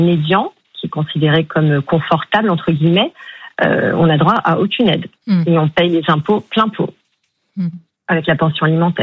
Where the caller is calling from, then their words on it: Sartrouville, Île-de-France, France; De Sartrouville, dans les Yvelines.